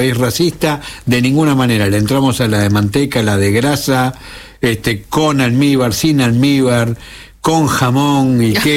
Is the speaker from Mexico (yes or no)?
no; Río Grande, Tierra del Fuego, Argentina; moved away; cuando éramos chicos en Río Grande